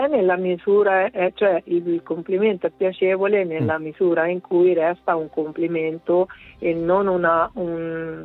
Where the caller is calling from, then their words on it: Castelli Romani, Lazio, Italy; io vengo da vicino Roma, sono di Roma e dintorni, insomma dei castelli romani